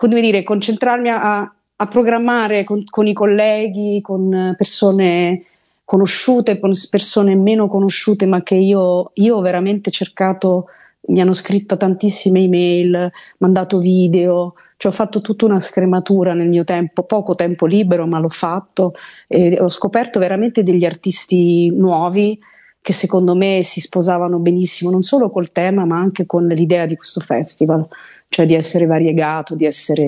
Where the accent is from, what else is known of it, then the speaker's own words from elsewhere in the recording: Rome, Lazio, Italy; moved away as an adult; also born or lived in New York / Vienna; now in London, United Kingdom; io mi ritengo profondamente italiana perché sono nata e cresciuta a Roma e ho studiato al Conservatorio di Santa Cecilia, quindi io fino a 19 anni e mezzo sono stata veramente formata in Italia